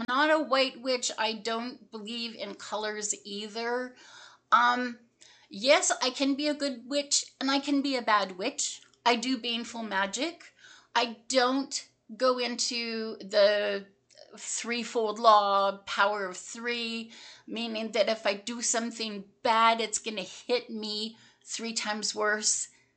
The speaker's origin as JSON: {"language": "English", "region": "British Columbia", "country": "Canada", "tie": "born there", "said": "All right, so I was born on the Lower Mainland of British Columbia. So 4 hours from here, something like that."}